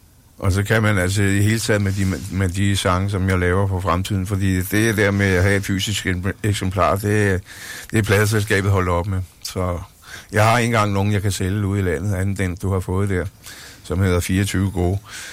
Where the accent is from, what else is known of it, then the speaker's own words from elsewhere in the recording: Greve Strand, Zealand, Denmark; moved away as an adult; also born or lived in Rødovre, Denmark; now in Jutland, Denmark; Jeg er født i Rødovre, ude fra København. Og så er jeg vokset op ved Greve Strand.